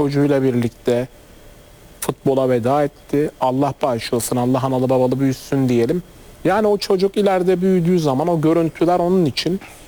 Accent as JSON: {"language": "Turkish", "region": "Adana", "country": "Turkey", "said": "Ben Adanalıyım biliyorsun."}